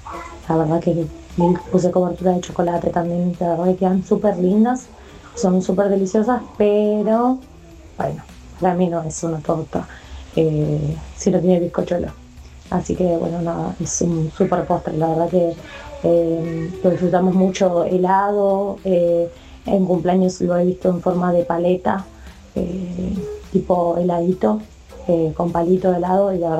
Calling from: Lanús, Buenos Aires Province, Argentina; Soy de Ramiro Escalada Lanús.

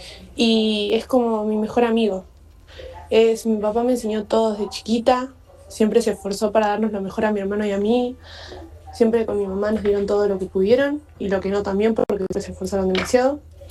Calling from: Lomas de Zamora, Buenos Aires Province, Argentina; Hola Radio Latina … vivo en Loma de Zamora.

